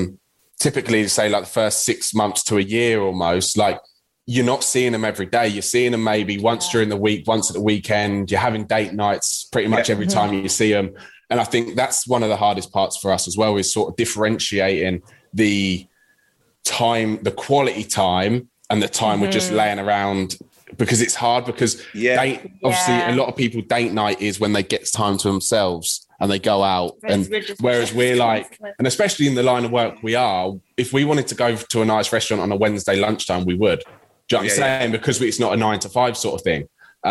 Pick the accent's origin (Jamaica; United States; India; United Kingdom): United Kingdom; England; accent: southern; I'm English